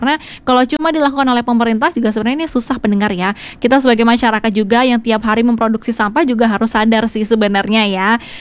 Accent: Bali, Indonesia; kita sebagai warga Bali

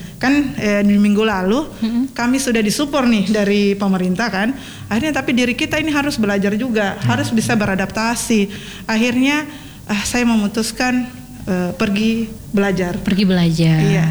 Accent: Mamuju, West Sulawesi, Indonesia; Di situ saya sendiri dari Mamuju. Dari Mamuju sendiri ikut gabung di chapter Makassar.

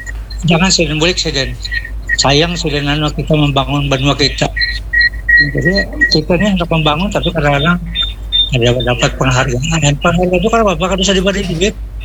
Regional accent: Banjar, South Kalimantan, Indonesia; also born or lived in Semarang / Jakarta; kita orang Banjar ini maaf aja bang lah aku orang Banjar ya bang

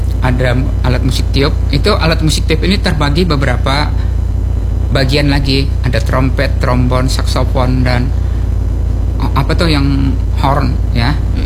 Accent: South Kalimantan, Indonesia; ujar kita tuh Banjar tuh telinga ringkingan. Terlalu peka.

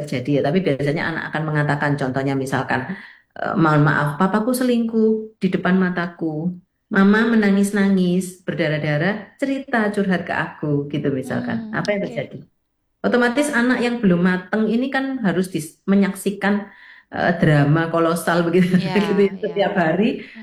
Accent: Surabaya, East Java, Indonesia; kita orang Surabaya

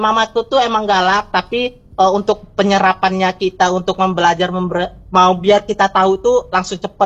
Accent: Bandar Lampung, Lampung, Indonesia; Aku aslinya Bandar Lampung, Lampung paling ujung

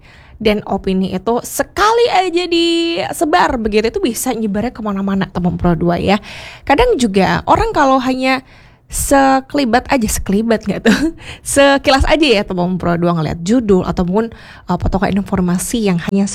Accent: Bali, Indonesia; aku pun juga sebagai masyarakat Indonesia, aku orang Bali

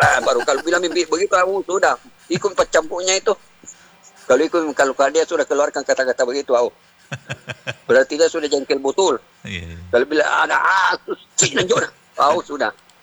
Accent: Makassar, South Sulawesi, Indonesia; Saya asli Bugis, maka saya asli Makassar.

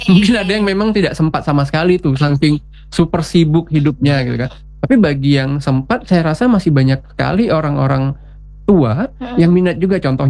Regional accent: Riau Islands, Indonesia

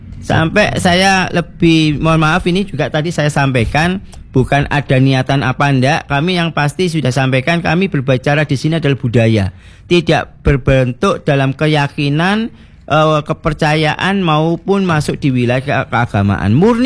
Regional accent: Java, Indonesia; Kan lucu kalau kita orang Jawa lalu dibatasi dengan apa?

